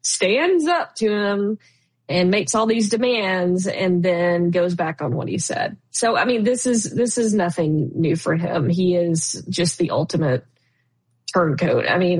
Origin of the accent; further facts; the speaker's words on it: Texas, United States; moved away; I am originally from Texas